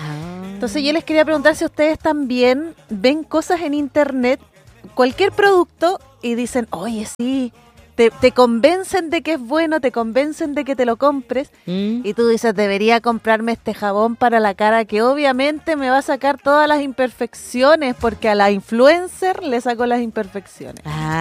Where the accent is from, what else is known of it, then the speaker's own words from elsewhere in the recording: Valdivia, Los Ríos, Chile; hoy soy de Valdivia, así que esta tienda de mangas a la que yo siempre le voy a comprar.